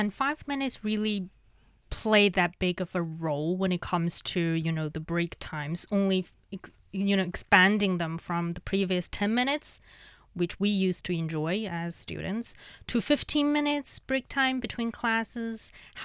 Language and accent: English; Inner Mongolia, China; English is a second language; Yeah, I'm from Inner Mongolia.